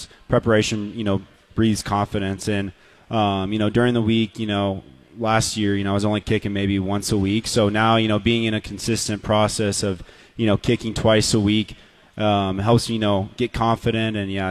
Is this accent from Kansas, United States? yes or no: yes; Lawrence, Kansas, United States; Yeah, so I grew up in Lawrence, Kansas. I'm a big Kansas basketball fan. So, yeah, I grew up in Lawrence.